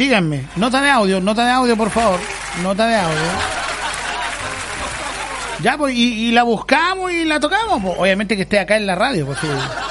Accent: Chile; Sí, porque así somos los chilenos, así somos.

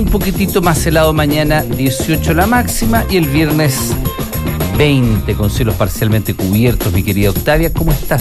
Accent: Chile

